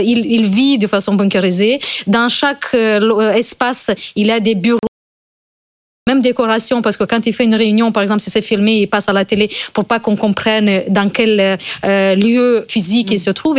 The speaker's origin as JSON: {"language": "French", "country": "France", "said": "comme chez nous en France"}